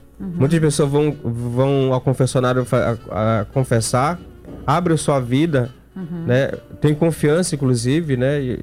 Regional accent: Amapá, Brazil; moved away; Eu era um jovem do interior do Amapá, sou do município de Amapá. Uhum. Gosto de dizer que sou Amapá duas vezes

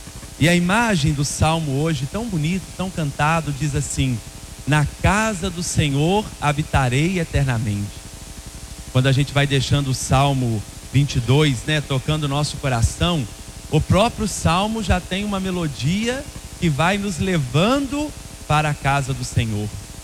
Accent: Brazil

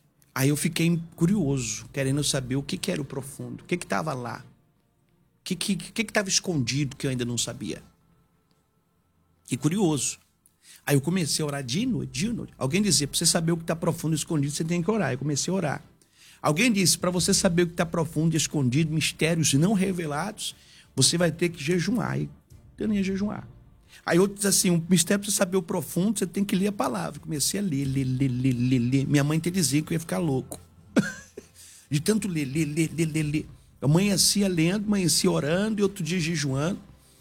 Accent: Bahia, Brazil; moved away; Eu sou baiano, ué. Sou baiano.

